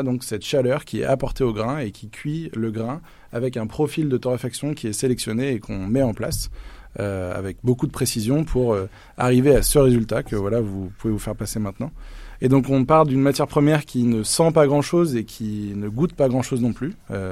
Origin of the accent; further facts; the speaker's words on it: La Rochelle, Nouvelle-Aquitaine, France; Je viens de La Rochelle.